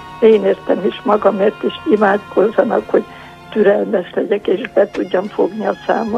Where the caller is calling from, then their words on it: Satu Mare, Satu Mare County, Romania; mi Szatmáriak vagyunk